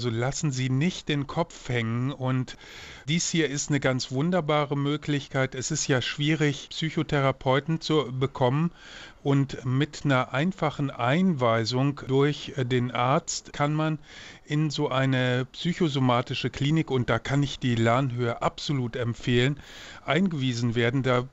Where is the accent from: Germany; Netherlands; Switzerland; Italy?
Germany; Hildesheim, Lower Saxony; also born or lived in Duderstadt; Ich bin in Duderstadt im Landkreis Göttingen geboren und bin aufgewachsen in Hildesheim.